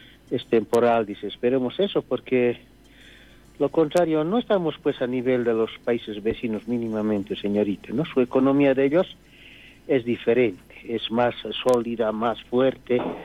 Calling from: Bolivia; en nuestra situación como bolivianos

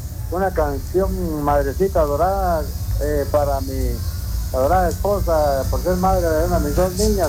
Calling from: Cubulco, Baja Verapaz, Guatemala; Aquí de Cubulco

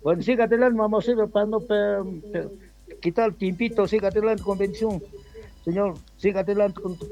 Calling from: Cochabamba, Bolivia

